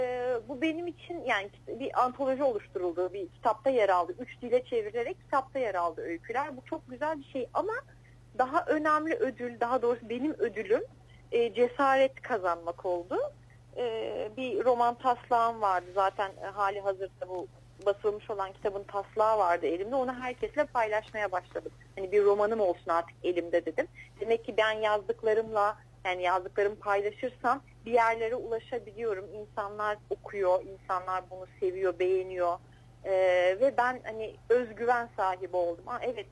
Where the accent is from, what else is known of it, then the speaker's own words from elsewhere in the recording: Izmir, İzmir, Turkey; born there; also born or lived in Kardzhali, Bulgaria; Kırcal'de doğdum, 5 yaşında Türkiye'ye, İzmir'e geldim. Ama bundan 5 yaşından sonra da düzenli aralıklarla devamlı Bulgaristan'a gidip geldim.